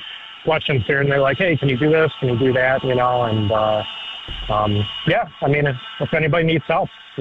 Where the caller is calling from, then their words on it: North Tonawanda, New York, United States; I'm from North Tonawanda.